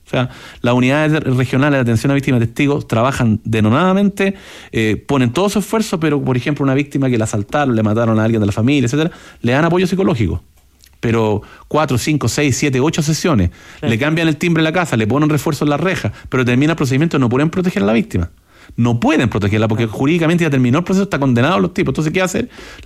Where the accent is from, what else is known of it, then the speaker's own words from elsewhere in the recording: Chile; aquí somos estúpidos los chilenos, 90% de las llamadas al 133 son estupideces